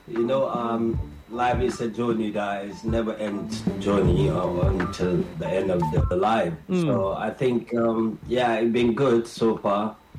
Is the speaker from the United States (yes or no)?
no; Nigeria; I think we be grateful that we are Nigerian.